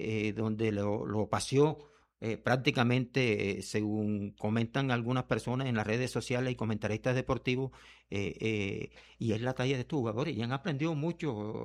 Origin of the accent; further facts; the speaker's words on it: Colombia; como colombiano que soy